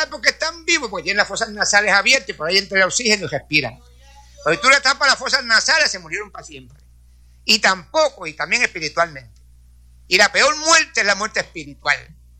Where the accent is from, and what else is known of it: Puerto Rico; born there; moved away